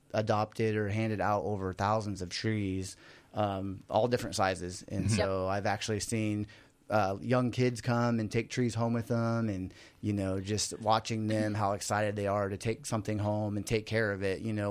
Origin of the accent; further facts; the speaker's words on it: Midwest, United States; I'm from the Midwest.